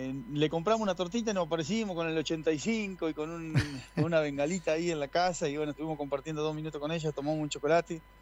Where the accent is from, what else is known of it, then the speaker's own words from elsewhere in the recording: Conesa, Argentina; la mayoría somos de acá de Conesa.